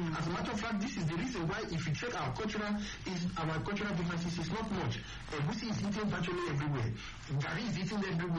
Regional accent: Niger State, Nigeria; I was born in Niger State. I lived all my life in Niger State. I went to school in Niger State. As a matter of fact, my state of origin, I can count the number of times I've been to my state of origin by five fingers

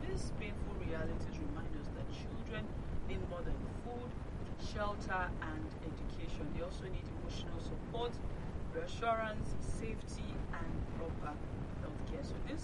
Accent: Nigeria; As residents of Nigeria, as Nigerian citizens

